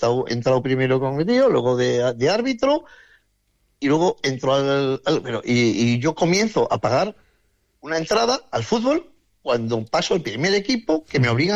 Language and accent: Spanish; Santander, Cantabria, Spain; Yo es que soy muy mayor, pero muy feliz. Nací en Santander y viví toda mi infancia en donde está el campo de fútbol de General Dávila, del cuartel, que era un cuartel.